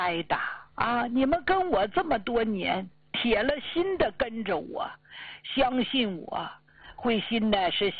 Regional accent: Jilin, China; 让咱们吉林地区的患者，我的老家乡啊，我惦记

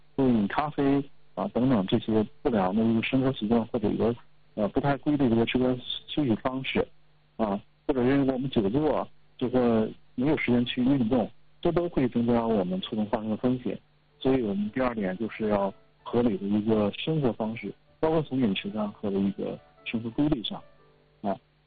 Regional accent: Jilin, China; 对于咱们东北人、吉林人来说，比如说口味会很重，盐就吃的比较多

